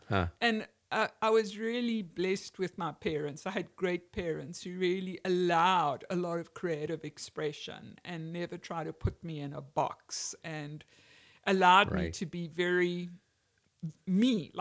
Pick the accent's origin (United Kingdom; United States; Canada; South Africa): South Africa; also born or lived in Zambia; But also growing up in South Africa, I grew up during the worst of the apartheid years.